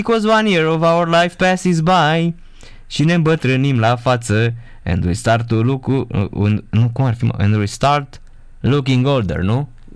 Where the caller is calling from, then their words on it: Tâncăbești, Ilfov, Romania; Eu sunt din Tâncăbești și am făcut la Severin armata.